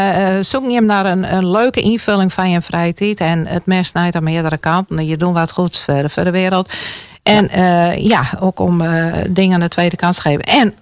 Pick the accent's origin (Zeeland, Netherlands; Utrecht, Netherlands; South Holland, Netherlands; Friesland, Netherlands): Friesland, Netherlands; ik kom uit Achtgaarsbon natuurlijk.